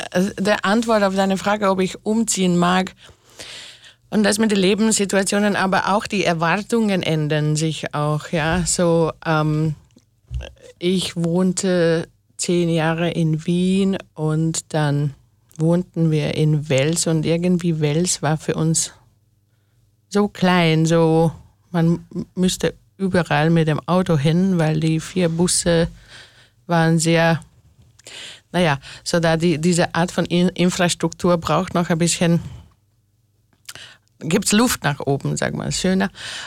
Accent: Hungary; now in Austria; du als Deutsche und ich als Ungarin

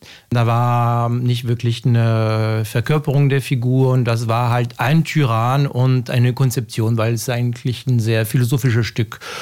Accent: France; German is a second language; moved away as an adult; now in Vienna, Austria; Ich bin Franzose und das ist auch Schullektüre. Das heißt, das kenne ich aus Frankreich.

